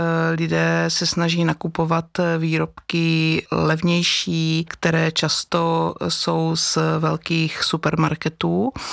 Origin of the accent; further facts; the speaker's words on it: Velká nad Veličkou, South Moravian Region, Czechia; jsem se v Bílých Karpatech narodila a vlastně žijí v nich doteď. Pocházím z Velké nad Veličkou